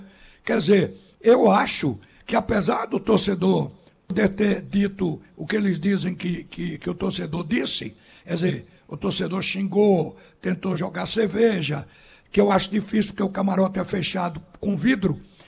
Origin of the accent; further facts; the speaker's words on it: Rio de Janeiro, Brazil; Quando eu era menino no Rio, eu vi morrer muita gente por briga de trânsito.